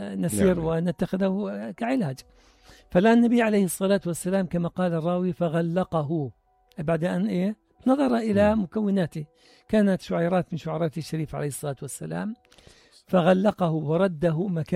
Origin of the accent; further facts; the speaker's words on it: Hebron, West Bank, Palestine; طبعا إحنا من الخليل